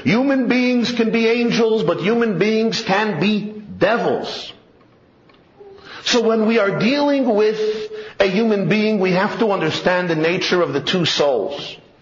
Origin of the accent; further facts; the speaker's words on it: New York City, New York, United States; Growing up in the Crown Heights community of Brooklyn, I did not know what it means to grow up with a dog.